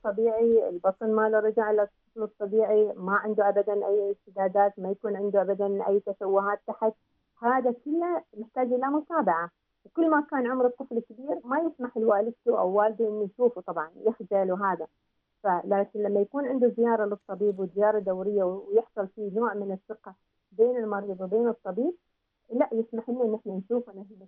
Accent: Oman; احنا كمجتمع عماني ما زلنا يعني مجتمع ناضج صغير يعتبر

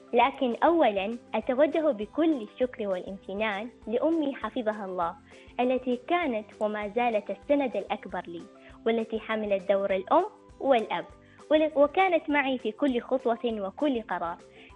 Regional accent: Oman; ولا أنسى بلادي عمان

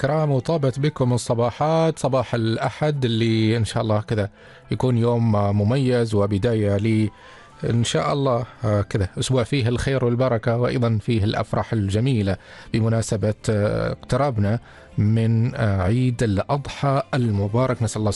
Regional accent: Oman; هذه الأشياء الجميلة أنا يعني أعتقد أنها مميزة فينا كعمانيين أو معنا كعمانيين

